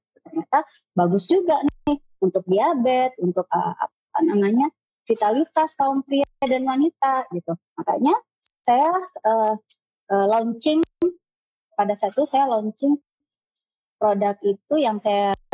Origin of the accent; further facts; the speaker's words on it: Jayapura, Papua, Indonesia; Tapi saya lahir besar di Papua, di Jayapura.